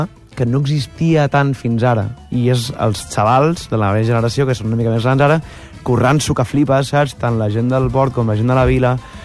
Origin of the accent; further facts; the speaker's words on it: Cambrils, Catalonia, Spain; born there; es van arrelar a Cambrils i ja està. I jo vaig néixer a Cambrils, ja.